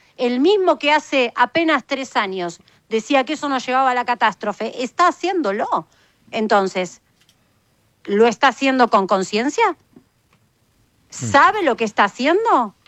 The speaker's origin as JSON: {"language": "Spanish", "country": "Argentina"}